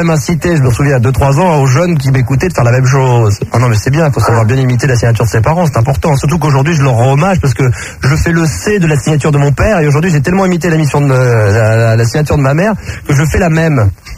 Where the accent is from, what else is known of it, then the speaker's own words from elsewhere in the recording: Versailles, Île-de-France, France; born there; Je suis né aux Franciscaines, t'as qu'à y aller, vous y allez tous demain.